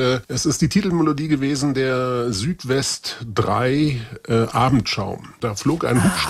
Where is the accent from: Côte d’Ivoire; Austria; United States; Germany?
Germany; Baden-Württemberg; aber wir sind beide in Baden-Württemberg aufgewachsen.